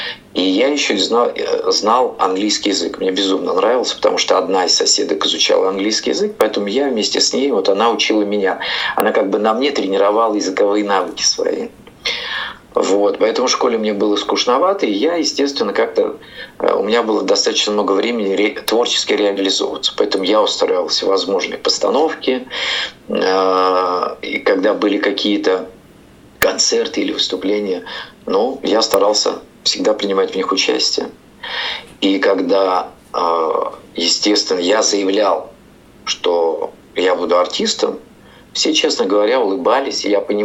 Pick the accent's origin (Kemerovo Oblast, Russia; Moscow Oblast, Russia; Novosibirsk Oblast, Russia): Kemerovo Oblast, Russia; Kemerovo; moved away as an adult; also born or lived in Altai; И в результате мы оказались в Кузбассе, в городе Кемерово, где, в принципе, вот я вырос где-то с 3 лет до 18 лет, до того, как я ушел в армию. Детство мое прошло и юность в городе Кемерово.